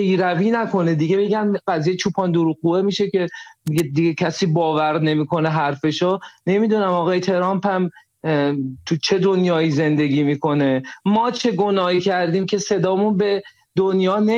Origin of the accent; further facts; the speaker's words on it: Iran; born there; ما بدبختیمونه که تو ایران به دنیا اومدیم